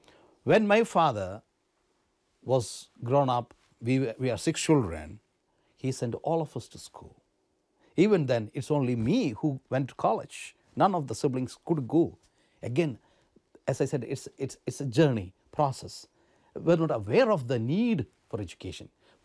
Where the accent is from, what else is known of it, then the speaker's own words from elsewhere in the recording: Kerala, India; I came from Kerala